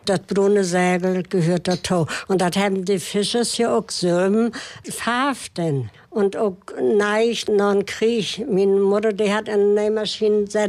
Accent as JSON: {"language": "German", "town": "Seedorf", "region": "Mecklenburg-Vorpommern", "country": "Germany", "tie": "born there"}